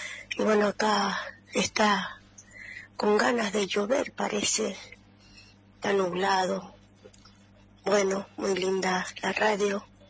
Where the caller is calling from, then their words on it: Argentina; de Pobre Diablo.